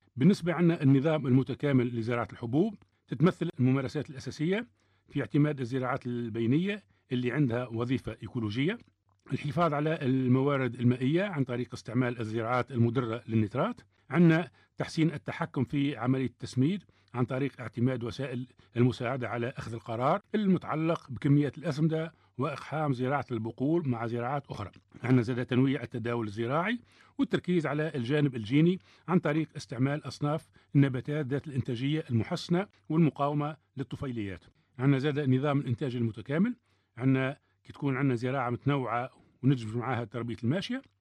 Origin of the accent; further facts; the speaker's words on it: Tunisia; عندنا في تونس